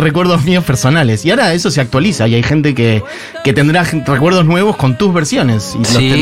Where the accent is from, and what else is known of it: Argentina